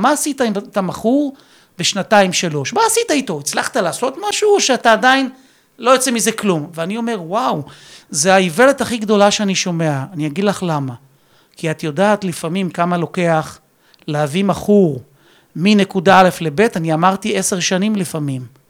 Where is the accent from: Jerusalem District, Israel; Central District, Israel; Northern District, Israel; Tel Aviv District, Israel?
Central District, Israel; Rishon LeZion; born there; תראי, אני נולדתי ברמת אליהו, שזו שכונה של ראשון, שכונה שהיא בעצם דומה מאוד לעיר אופקים, גם במבנה של האוכלוסייה שלה.